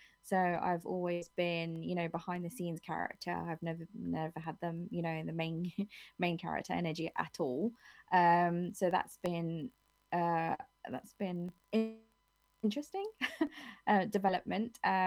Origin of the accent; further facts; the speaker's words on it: London, United Kingdom; now in St Albans, United Kingdom; I'm a very proud Womble. I am from Wimbledon, South West London. I'm one of three.